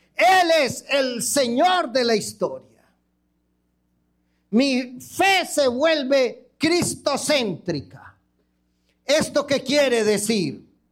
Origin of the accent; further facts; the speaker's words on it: Antioquia, Colombia; moved away; En Antioquía, no en Antioquía, la región de donde yo vengo